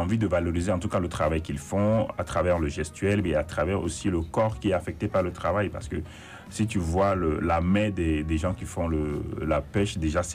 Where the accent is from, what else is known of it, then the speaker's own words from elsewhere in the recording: Togo; I'm from Togo.